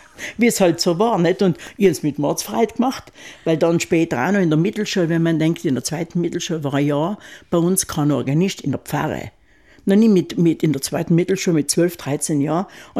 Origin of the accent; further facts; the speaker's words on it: Kaltern, Trentino-Alto Adige, Italy; Deshalb bin ich auch in der Klinik geboren und nicht in Kaltern, wie es damals üblich war, in dem alten Spital hat es geheißen.